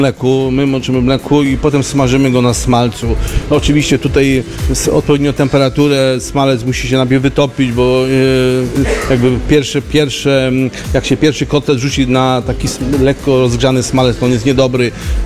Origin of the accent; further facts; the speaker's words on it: Lower Silesian Voivodeship, Poland; born there; ja jestem Polakiem, urodziłem się na Dolnym Śląsku, mieszkam na Dolnym Śląsku